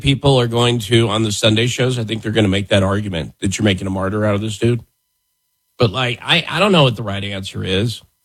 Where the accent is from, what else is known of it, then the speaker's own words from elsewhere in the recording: Buffalo, Wyoming, United States; moved away; where I grew up in Wyoming.